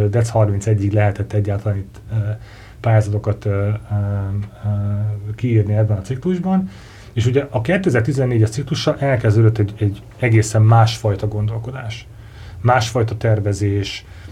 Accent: Hungary; mi magyarok vagyunk

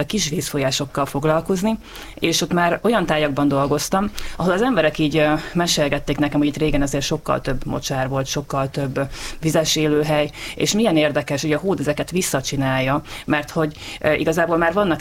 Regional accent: Gyula, Békés, Hungary; born or raised there

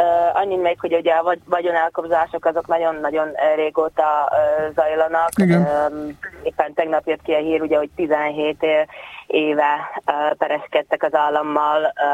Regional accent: Slovakia; nem csak szlovákiai magyar vagyok, hanem biszexuális is

